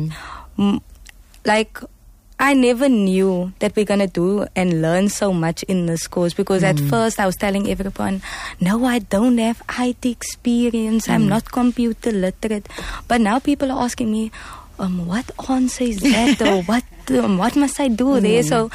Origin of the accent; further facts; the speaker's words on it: Elsies River, Western Cape, South Africa; I'm 24 years old. I'm from Leonsville, Elsies River.